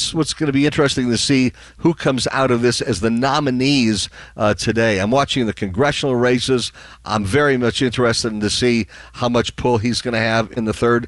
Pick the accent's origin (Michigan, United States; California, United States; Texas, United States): California, United States; now in Nevada, United States; I've become much more orthodox as a Nevadan than I ever was, even as a Californian before.